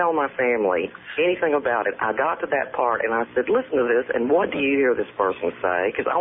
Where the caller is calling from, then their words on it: Cedarville, Texas, United States; I'm from Cedarville, Texas. It's outside of Dallas. I listen to KLIF on 570.